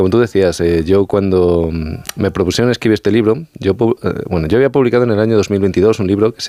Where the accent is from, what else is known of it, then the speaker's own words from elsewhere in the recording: Extremadura, Spain; Yo soy extremeño, ¿vale? No exactamente de Puerto Urraco ni de esa zona, pero bueno, soy extremeño.